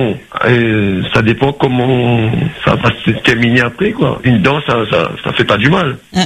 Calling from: Saint-Denis, Réunion; je suis de Saint-Denis. J'ai 1,78 pour 68 kilos.

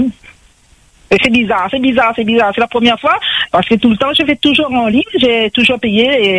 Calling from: Saint-Gilles-les-Bains, Réunion; Moi, j'habite à Saint-Gilles-Léo.

